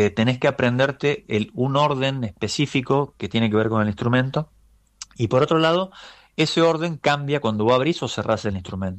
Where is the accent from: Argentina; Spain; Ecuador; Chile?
Argentina; Río Tercero, Córdoba; born there; en la ciudad donde yo nací, que es Río Tercero, en la provincia de Córdoba